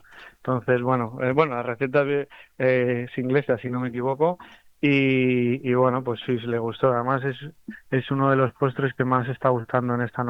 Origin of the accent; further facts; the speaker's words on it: Madrid, Community of Madrid, Spain; yo soy de Antón Martín, del centro de Madrid.